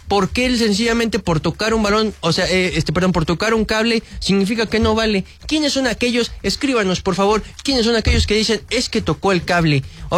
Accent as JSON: {"language": "Spanish", "country": "Mexico", "said": "no sé si somos nosotros los mexicanos los salados"}